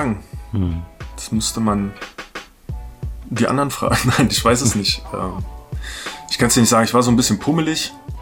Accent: Leinefelde, Thuringia, Germany; Ich komme aus Leinefelde, das ist die Stadt, die niemand kennt. Und heute will ich dorthin auch noch zurück

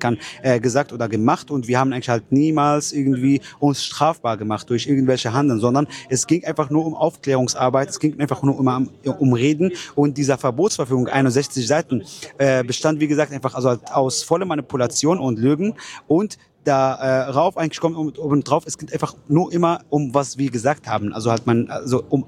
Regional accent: Palestine; weil die Palästinenser beziehungsweise ich auch als Palästinenser haben das Recht eigentlich auf Rückkehr nach Palästina

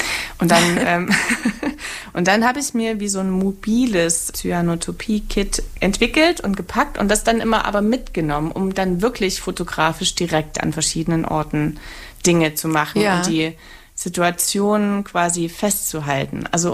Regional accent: Saxony, Germany; Also da, wo ich herkomme, im Erzgebirge, da driften die Jugendlichen mit dem Auto auf den Schneeflächen.

